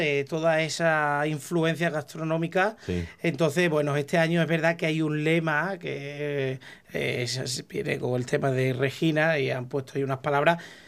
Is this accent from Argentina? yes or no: no; Almendralejo, Extremadura, Spain; Yo soy de Almendralejo.